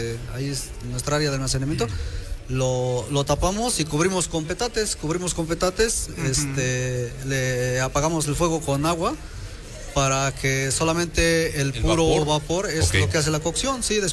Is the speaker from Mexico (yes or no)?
yes; Mixteca, Mexico; se dice que es la puerta de la Mixteca, ¿no? De mi pueblo